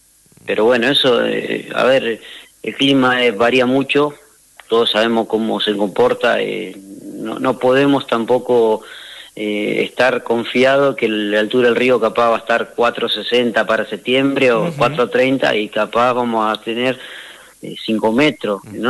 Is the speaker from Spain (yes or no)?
no; Gualeguaychú, Entre Ríos, Argentina; moved away as an adult; now in Victoria, Argentina; Yo soy oriundo de Gualeguaychú, Entre Ríos.